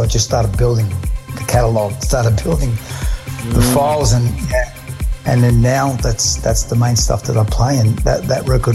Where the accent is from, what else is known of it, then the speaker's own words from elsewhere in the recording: Albania; I'm from the Balkans. I'm Albanian.